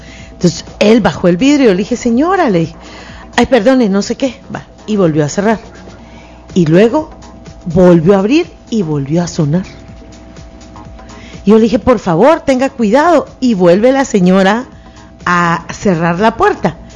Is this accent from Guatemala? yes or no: yes; Guatemala; como mujer guatemalteca, como locutora, como mujer guatemalteca y locutora.